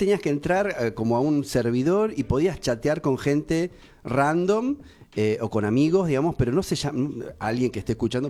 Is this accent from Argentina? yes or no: yes; Argentina